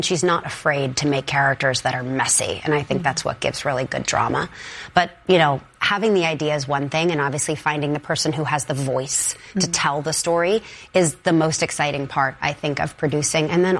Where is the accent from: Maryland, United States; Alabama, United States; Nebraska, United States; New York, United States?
New York, United States; New York City; Yes, and born and bred in New York.